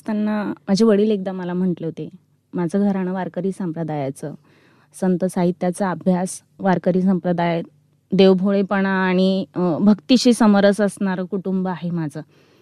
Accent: Nashik, Maharashtra, India; माझं बालपण नाशिकमध्येच. वडील माझे 83 साली इथे नाशिकला कामगार म्हणून VIP मध्ये हजर झाले आणि तेव्हापासून वडील इथे स्थायिक झाले. बालपण माझं नाशिकमध्ये.

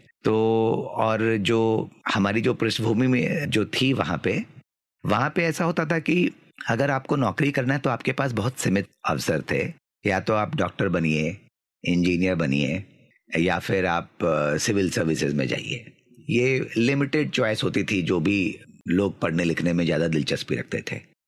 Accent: Muzaffarpur, Bihar, India; moved away as an adult; now in Nashik, India; करीब 8-10 साल से हमारा बेस नासिक में ही है, तो आप अभी मुझे नासिक का भी कह सकते हैं, लेकिन मेरा जन्म बिहार के एक शहर मुजफ्फरपुर में हुआ, और शुरुआती की पढ़ाई मैंने वहीं करी, पेरेंट्स भी मेरे वहीं पे थे।

